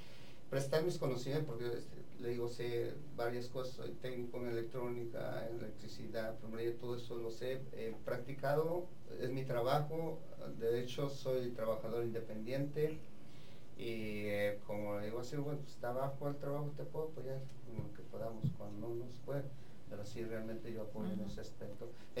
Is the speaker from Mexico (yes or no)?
yes; Veracruz, Mexico; also born or lived in Oaxaca; Soy originario de Veracruz, sí.